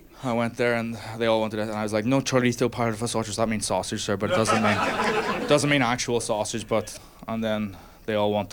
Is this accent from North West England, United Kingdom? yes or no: no; Northern Ireland, United Kingdom; I am from Northern Ireland.